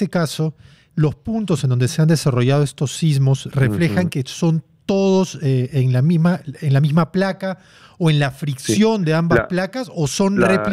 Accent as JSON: {"language": "Spanish", "country": "Peru", "said": "¿Con qué plato peruano me compararía?"}